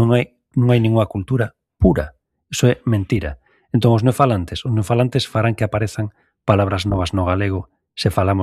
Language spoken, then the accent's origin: Galician; Galicia, Spain; A ver, galegos somos todos.